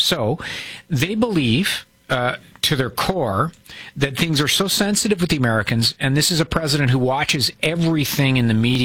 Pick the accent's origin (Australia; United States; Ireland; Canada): Canada; Canada needs to get in there and fight because it's a dirty fight. And we're kind of being Canadian about it.